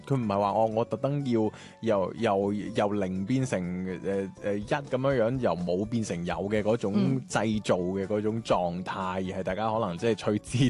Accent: China; 我哋中國人冇乜鎖匙，

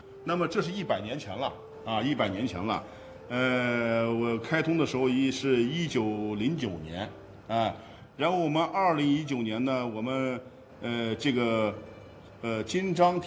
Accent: China; 这是提升了我们中国人的那个信心和这个精神这是很重要的。

